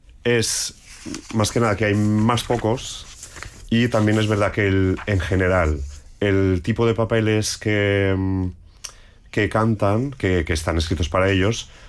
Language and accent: Spanish; Balearic Islands, Spain; accent: Mallorquín; first language Catalan (Mallorquín); Spanish is a second language; mi lengua materna y es como un disco de... Ahora que está tan de moda lo de Kilómetro Cero, pues mi lengua Kilómetro Cero es el catalán, el mallorquín